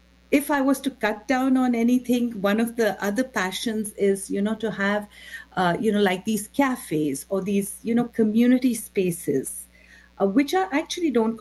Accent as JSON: {"language": "English", "country": "India", "moved": "as an adult", "lives_now": "Canada", "said": "I immigrated to Canada from India, and I was already a mortgage consultant, teacher, and a script writer in my previous life."}